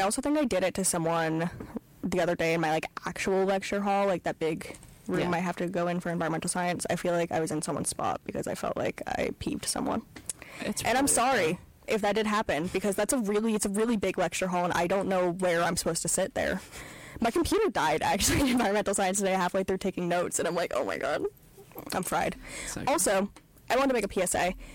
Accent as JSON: {"language": "English", "region": "New York", "country": "United States", "said": "And that is because I am from New York, and all my friends do not drive."}